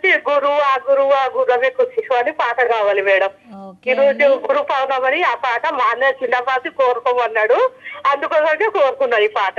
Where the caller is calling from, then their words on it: Kothagudem, Telangana, India; నేను కొత్తగూడెం బూర్దిగడ్డ నుంచి మేడం.